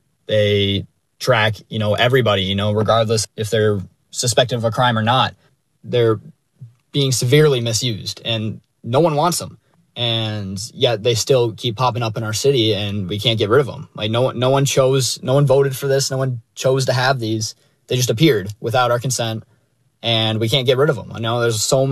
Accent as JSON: {"language": "English", "town": "Minneapolis", "region": "Minnesota", "country": "United States", "said": "I'm from Minneapolis, and I've been fighting against Flock cameras for about 3 months now."}